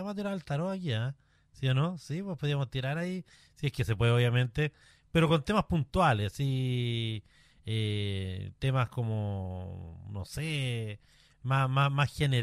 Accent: Chile; volviendo un poquito a nosotros para identificarnos como chilenos

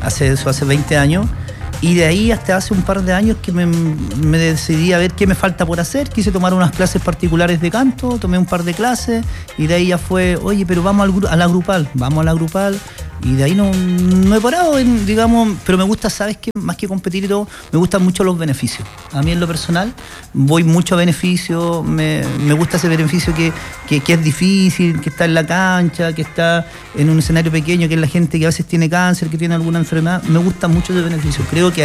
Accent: Graneros, O'Higgins, Chile; now in Puente Alto, Chile; Yo, mira, desde Granero, pero vengo desde Puente Alto. De hecho, ahora vengo desde Lampa, imagínate.

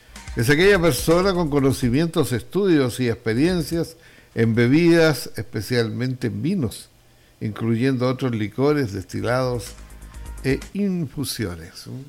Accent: Chile; los chilenos que no nos podemos tomar las cosas en serio, ¿no?

